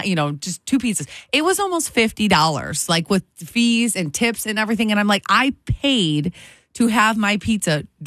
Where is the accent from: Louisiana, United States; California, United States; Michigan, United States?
Michigan, United States; moved away; I grew up in Michigan